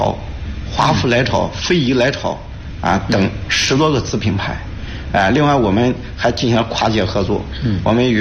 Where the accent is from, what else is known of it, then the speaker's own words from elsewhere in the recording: Henan, China; 我们河南人说话经常喜欢说一个中字